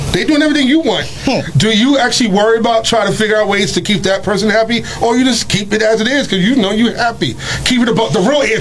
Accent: New York City, New York, United States; now in Bronx, New York, United States; I might be in the Bronx right now, but I'm from Harlem.

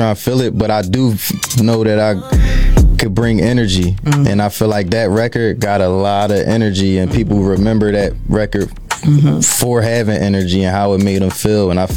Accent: Philadelphia, Pennsylvania, United States; because I'm from Southwest Philadelphia.

